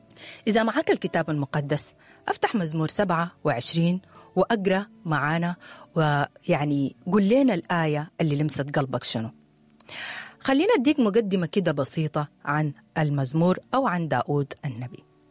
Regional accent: Sudan; أكيد ماركو بدينا المفتاح الحقيقي لحل كل المشاكل اللي مرة على بلدنا السودان،

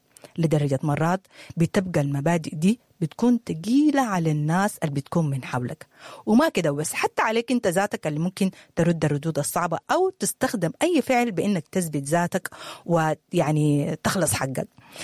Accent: Sudan

